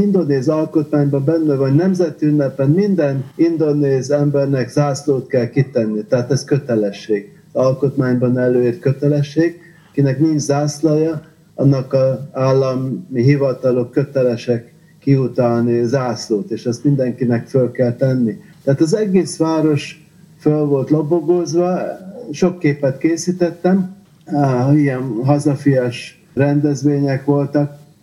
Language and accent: Hungarian; Hungary; mikor hallották, hogy én Magyarországról jöttem